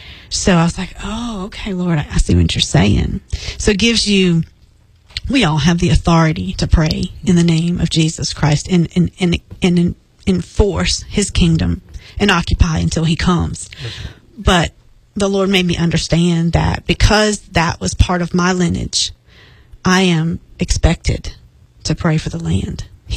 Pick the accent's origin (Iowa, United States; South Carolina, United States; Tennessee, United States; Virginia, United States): South Carolina, United States; Charleston; born there; And I was born in South Carolina at Roper Hospital in Charleston.